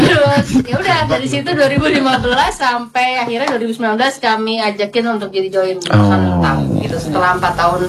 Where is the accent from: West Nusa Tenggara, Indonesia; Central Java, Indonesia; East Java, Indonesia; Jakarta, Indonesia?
Jakarta, Indonesia; born or raised there